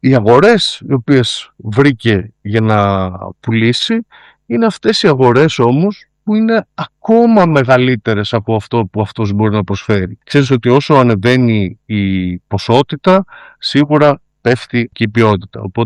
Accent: Trikala, Thessaly, Greece; moved away as an adult; now in East Zagori, Greece; στην πόλη μου, στα Τρίκαλα

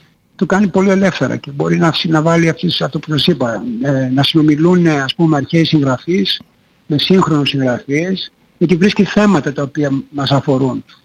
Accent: Greece; εμάς που είμαστε Έλληνες

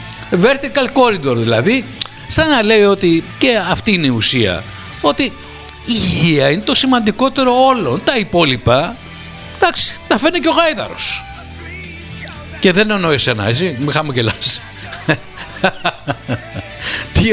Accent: Greece; εμείς είμαστε Έλληνες.

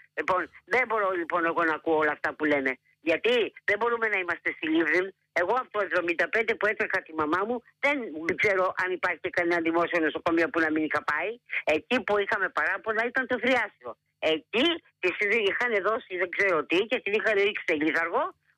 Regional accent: Chalkida, Central Greece, Greece; Γιατί είμαι από τη Χαλκίδα και δεν τη γυρίζω πίσω.

